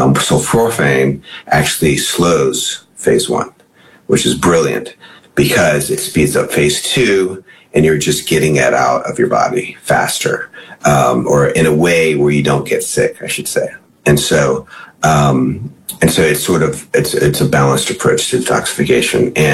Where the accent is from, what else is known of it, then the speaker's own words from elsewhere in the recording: Charlottesville, Virginia, United States; I mean, we have in my hometown, Charlottesville